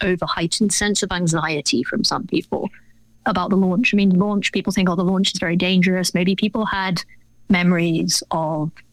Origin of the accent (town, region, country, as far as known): England, United Kingdom